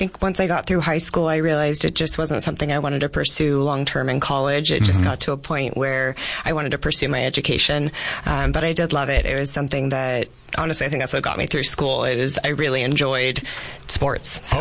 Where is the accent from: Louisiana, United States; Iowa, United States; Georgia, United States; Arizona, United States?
Arizona, United States; Yuma; So born and raised in Yuma.